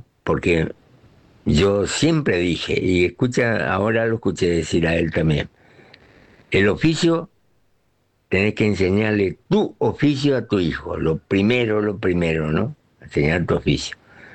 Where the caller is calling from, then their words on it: Clorinda, Formosa, Argentina; de Clorinda.